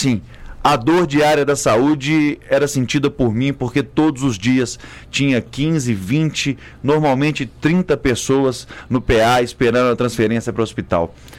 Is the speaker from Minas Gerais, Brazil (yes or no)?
yes; Curvelo, Minas Gerais, Brazil; tenho 37 anos, sou de Curvelo, cidade vizinha